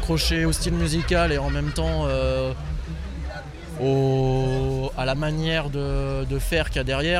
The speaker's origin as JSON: {"language": "French", "town": "Bourg-en-Bresse", "region": "Auvergne-Rhône-Alpes", "country": "France", "tie": "born or raised there", "said": "chez moi, à Bourg-en-Bresse."}